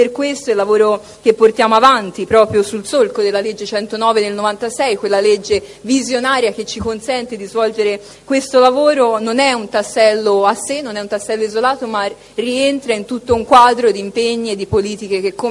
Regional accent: Tuscany, Italy; io sono toscana

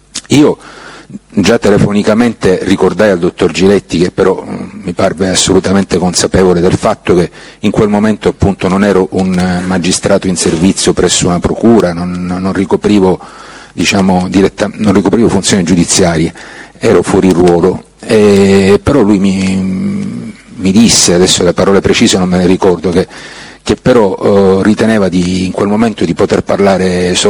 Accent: Palermo, Sicily, Italy; born there; sono nato a Palermo il 26 aprile 1961.

